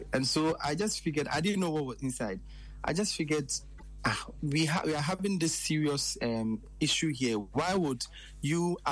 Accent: Obuasi, Ashanti, Ghana; I am from Obuasi

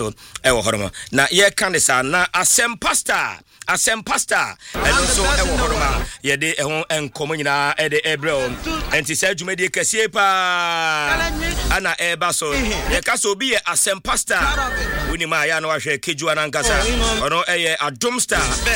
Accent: Afienya, Greater Accra, Ghana; from Afienya Matayeko

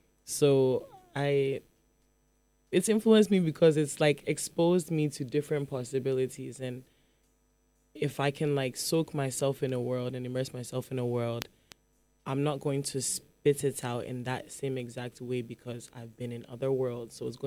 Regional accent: Accra, Greater Accra, Ghana; also born or lived in Chicago; Like, if you go back to where I'm from in Accra, or where, like, my hometown is in Konya, if you go to Brekum, you wouldn't find anyone like me.

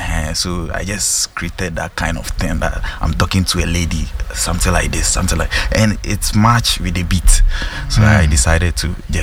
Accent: Kumasi, Ashanti, Ghana; moved away as an adult; also born or lived in Winneba; I was born and raised all my lifetime in Kumasi.

